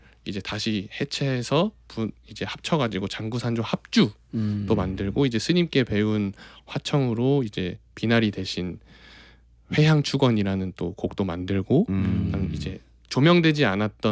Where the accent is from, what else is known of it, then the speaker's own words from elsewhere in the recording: Jeju, South Korea; 네, 근데 이제 그 당시에는 제주도를 탈출하고 싶은 마음이 좀 컸거든요. 나는 서울에 가서 성공을 하겠다.